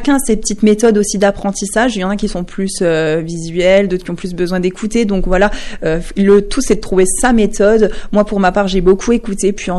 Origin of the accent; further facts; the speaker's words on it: Hussigny-Godbrange, Grand Est, France; Ah, je suis du Ucigny, j'y tiens.